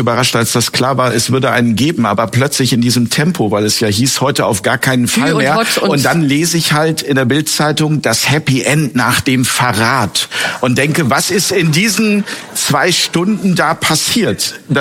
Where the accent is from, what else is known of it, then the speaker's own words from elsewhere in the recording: Lippe, North Rhine-Westphalia, Germany; ich komme aus dem Lipperland und da wird alles immer G wird zu CH gemacht